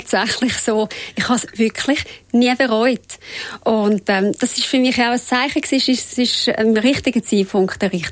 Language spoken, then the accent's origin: German; Räterschen, Zurich, Switzerland; ich bin in Rätherschen aufgewachsen und es gibt in den Dörfern gibt's immer Parteien